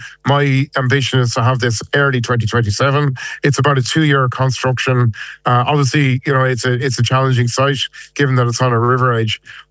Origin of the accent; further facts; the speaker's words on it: Ballina, Connacht, Ireland; I'm from the Quay, and you know, I've grown up with it